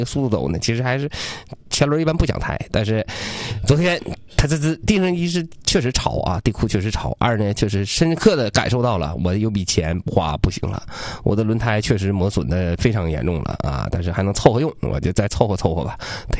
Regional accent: Changchun, Jilin, China; 我们长春人，我必须支持家乡的企业啊。

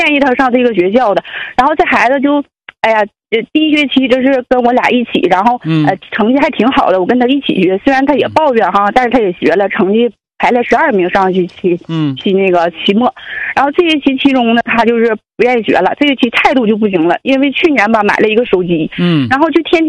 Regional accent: Changchun, Jilin, China; 因为我就是也在那边长大的

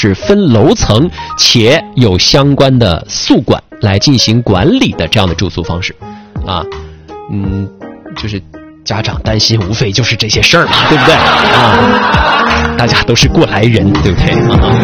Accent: Jilin, China; 首先这是我们吉林人自己人

